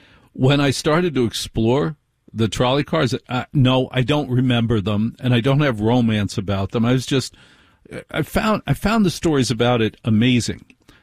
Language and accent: English; Maplewood, United States; You know, I grew up in Maplewood